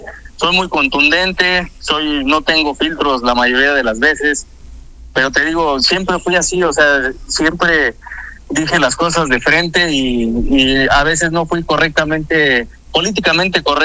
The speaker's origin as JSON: {"language": "Spanish", "town": "Tepeji del Río", "region": "Hidalgo", "country": "Mexico", "tie": "born or raised there", "moved": "yes", "said": "Tepeji del Río. Sí, acá me crié yo."}